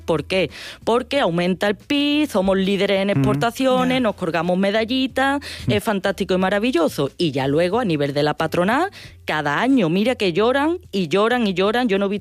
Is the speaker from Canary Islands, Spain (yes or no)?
no; Escacena del Campo, Andalusia, Spain; en nuestros pueblos teníamos agua a dos años vista, y en mi pueblo Escacena del Campo nos pasó, ¿no?